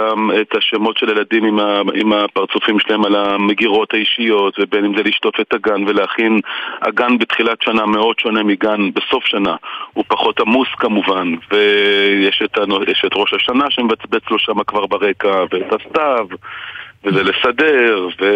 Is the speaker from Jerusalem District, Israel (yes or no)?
no; Central District, Israel; היום הוא כבר די גדול, אבל זה יישוב בשרון, הוא התחיל כיישוב קטן, היום הוא כבר לא מעט, אני חושב שהוא כבר באזור ה-8,000 9,000 תושבים, בזמנו הוא היה הרבה יותר קטן.